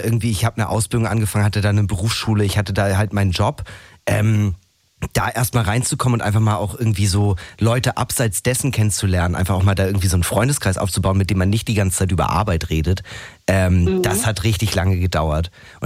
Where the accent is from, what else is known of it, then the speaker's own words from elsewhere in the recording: Schleswig-Holstein, Germany; Ja, ich komme aus Schleswig-Holstein, das hatte ich auch vorhin schon einmal kurz erzählt. Und ich bin halt von der Kleinstadt, wo ich aufgewachsen bin